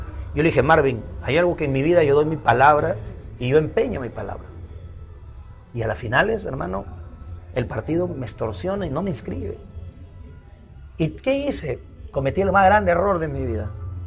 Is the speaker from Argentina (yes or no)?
no; Ferreñafe, Lambayeque, Peru; moved away; also born or lived in Ica; venirme a hacer política a mi tierra, pensando cambiar mi Ferreñafe querido